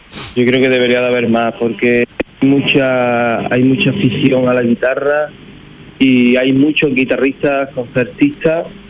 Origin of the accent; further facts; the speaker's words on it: Iznalloz, Andalusia, Spain; yo la compuse con unos 15 o 16 años en mi pueblo